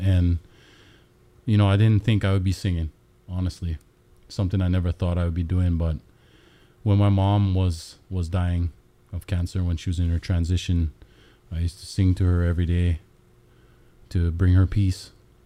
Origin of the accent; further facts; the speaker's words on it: Hana, Hawaii, United States; I'm from a beautiful place called Hana Maui, on the east side. And I had the privilege of growing up with some amazing kupuna